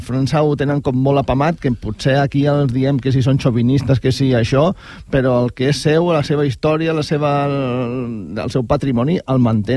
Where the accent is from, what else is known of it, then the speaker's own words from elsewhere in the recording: L'Hospitalet de Llobregat, Catalonia, Spain; aquí a l'Hospitalet, allà al meu poble.